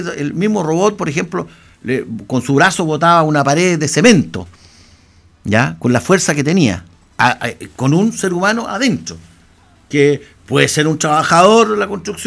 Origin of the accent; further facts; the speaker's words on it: Chile; como chileno, como ciudadano